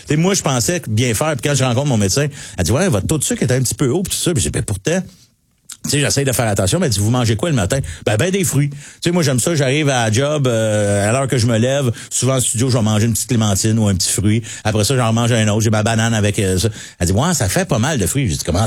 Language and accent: French; Mont-Saint-Hilaire, Quebec, Canada; Je viens de Mont-Saint-Hilaire. J'ai grandi, j'ai été à Mont-Saint-Hilaire une bonne partie de ma vie. Il est la capitale à peu près de la pomme au Québec.